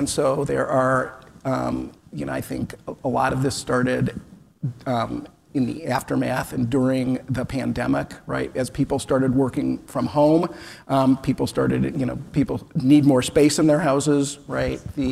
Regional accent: Cleveland Heights, Ohio, United States; now in Columbus, United States; in the neighborhood I live in Columbus, which is a lot like the neighborhood I grew up in Cleveland Heights with old houses from the 1920s and 30s

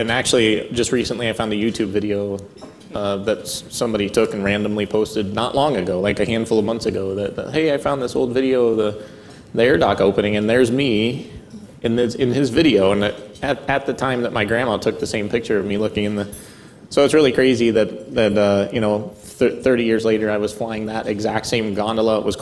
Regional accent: Green, Ohio, United States; Yeah, so I'm born and raised here in the Akron area. I grew up in Greene.

